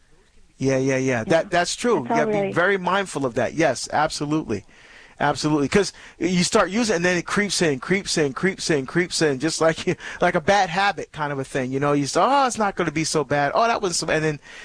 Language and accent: English; New Jersey, United States; my home state of New Jersey is running the table today on the calls.